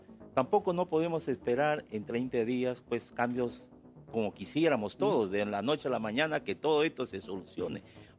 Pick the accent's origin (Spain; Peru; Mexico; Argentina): Peru; Y hemos tenido que soportar como peruanos?